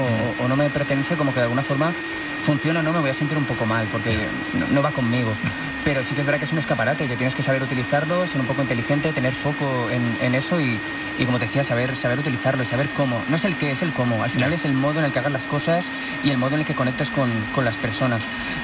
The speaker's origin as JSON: {"language": "Spanish", "region": "Valencian Community", "country": "Spain"}